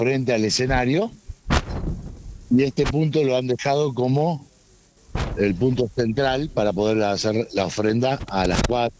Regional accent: Villa Gesell, Buenos Aires Province, Argentina; Sí, de Gesell.

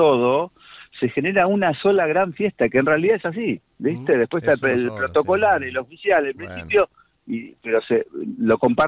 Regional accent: Argentina; Como argentinos tenemos que estar y acompañar.

